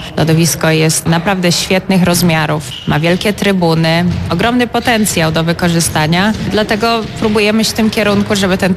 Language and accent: Polish; Opole, Opole Voivodeship, Poland; Ja jestem rodowitą Opolanką, więc cieszę się, że możemy przywrócić hokej do Opola.